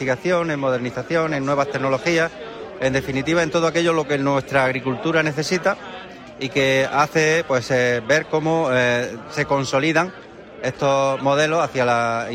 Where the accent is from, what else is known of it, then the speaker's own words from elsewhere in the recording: Almería, Andalusia, Spain; como andaluz y como almeriense que somos